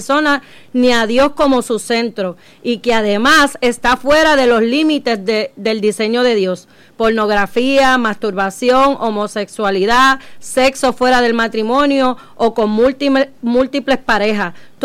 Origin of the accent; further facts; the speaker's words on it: Puerto Rico; porque somos puertorriqueños